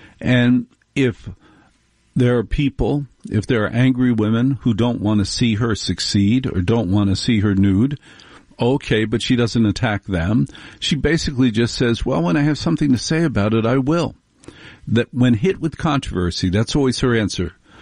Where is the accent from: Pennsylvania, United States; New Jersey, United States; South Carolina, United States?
New Jersey, United States; I was raised in New Jersey, which is a matriarchy. It's all Carmelo Soprano. There's no guy in charge in New Jersey.